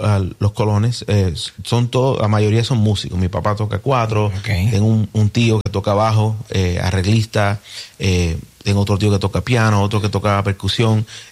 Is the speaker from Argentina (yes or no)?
no; Trenton, New Jersey, United States; also born or lived in Pennsylvania; No, soy puertorriqueño, pero nací en Pensilvania. Nací en Pensilvania y me crié en New Jersey. A los días cruzaron el puente y me llevaron a Trenton, New Jersey.